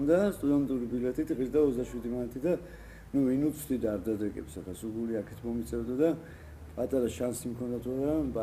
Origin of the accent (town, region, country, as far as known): Tbilisi, Georgia; born there; moved away as an adult; also born or lived in Moscow